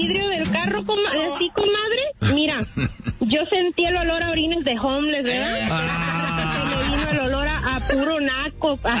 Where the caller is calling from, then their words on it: Maryland, United States; Desde Maryland.